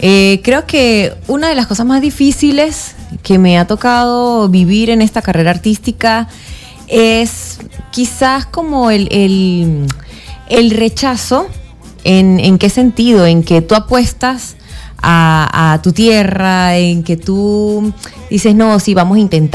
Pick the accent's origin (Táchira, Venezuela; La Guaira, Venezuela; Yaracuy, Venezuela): Táchira, Venezuela; San Cristóbal; born there; also born or lived in Colombia; donde nací? Porque soy de aquí, de San Cristóbal.